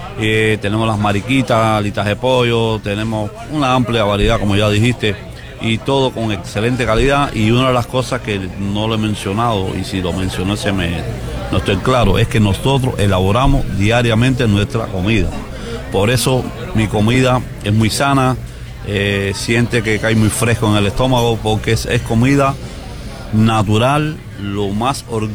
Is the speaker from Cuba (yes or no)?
yes; Santo Domingo, Villa Clara, Cuba; moved away; Santo Domingo, municipio de Santo Domingo